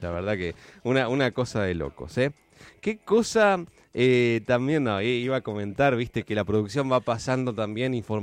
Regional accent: Argentina; Somos así los argentinos.

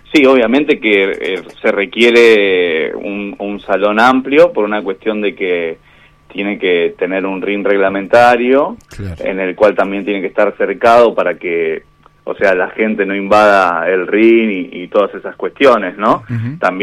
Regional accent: San Francisco Solano, Buenos Aires Province, Argentina; en San Francisco Solano. Soy nacido y criado en San Francisco Solano.

